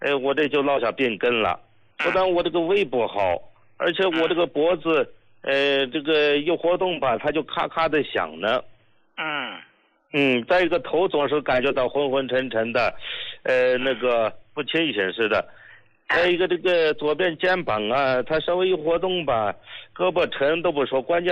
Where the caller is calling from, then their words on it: Shandong, China; 我家是山东的，我呢是一名出租车司机